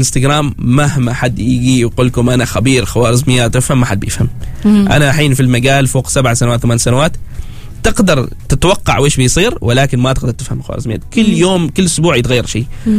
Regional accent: Oman; نحن كعمانيين ما في حد عماني راح يصوق وصور هنا، في عمانيين ما أنكر بس ما حد سوى بهذا الطريقة.

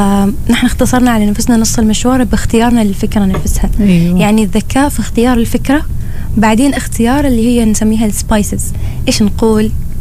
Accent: Oman; accent: Omani; في لهجتنا لطيفه خفيفه احنا العمانيين،

